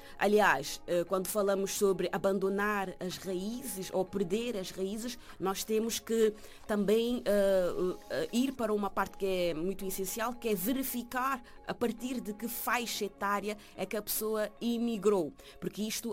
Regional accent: Cape Verde; moved away; eu sou cabo-verdiana

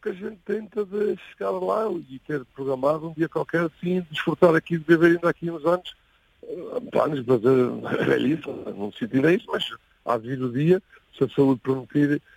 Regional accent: Ferreira de Adornos, Portugal; now in Covilhã, Portugal; Não, eu sou natural, sou de Ferreira de Adornos, mas a minha esposa é que é daqui desta terra.

